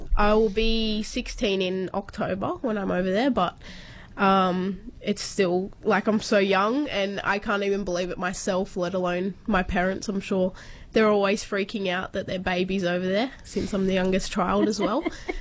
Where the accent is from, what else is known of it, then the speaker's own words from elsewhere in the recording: Tamworth, New South Wales, Australia; So I'm originally from Tamworth, which they're very proud of their culture there as well.